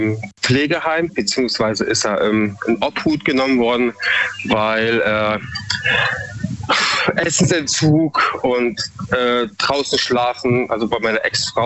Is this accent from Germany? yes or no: yes; Freiburg, Baden-Württemberg, Germany; Ich bin aus Freiburg.